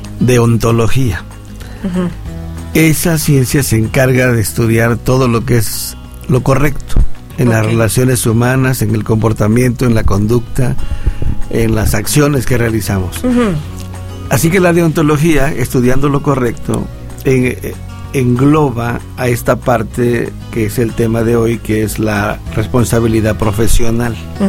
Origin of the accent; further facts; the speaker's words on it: Guerrero, Mexico; Yo, pues, vengo de Guerrero, pero estuve investigando que aquí en Morelos está en el artículo 248 del Código Penal del Estado de Morelos.